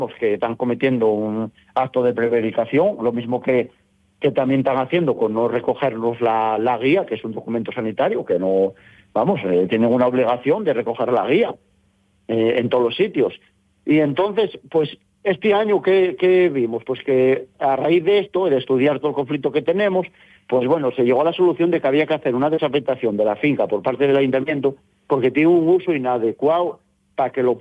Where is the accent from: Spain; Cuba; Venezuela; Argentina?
Spain; Mieres, Asturias; somos los ganaderos de Mieres que os venimos a decir que como ganaderos de Mieres y como bueno, propietarios de alguna manera, porque somos mierenses